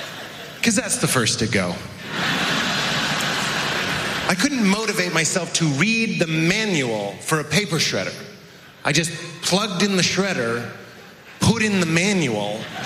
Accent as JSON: {"language": "English", "town": "Boston", "region": "Massachusetts", "country": "United States", "moved": "yes", "said": "I'm from Boston, Massachusetts. I went home to visit my family."}